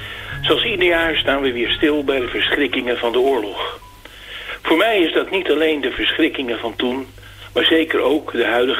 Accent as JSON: {"language": "Dutch", "town": "Amsterdam", "region": "North Holland", "country": "Netherlands", "tie": "born there", "said": "Nu moet ik eerlijk bekennen dat ik daar als geboren Amsterdammer nog nooit geweest was."}